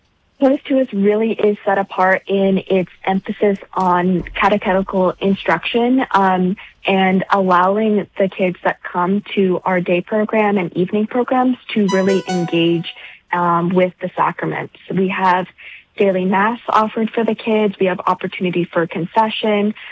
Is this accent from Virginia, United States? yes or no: yes; Richmond, Virginia, United States; I'm actually originally from Richmond, Virginia, so I'm not from Minnesota.